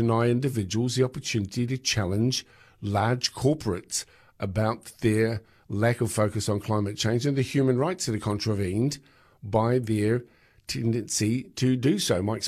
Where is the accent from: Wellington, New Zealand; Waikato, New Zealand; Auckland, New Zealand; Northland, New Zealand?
Northland, New Zealand; Whangaroa; I am from Whangaroa